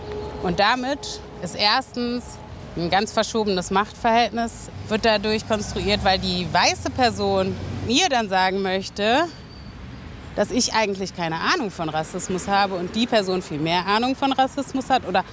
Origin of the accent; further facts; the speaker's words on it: Germany; Also ja, klar bin ich Deutsche, aber es ist für mich jetzt nicht ein hundertprozentiges Heimatgefühl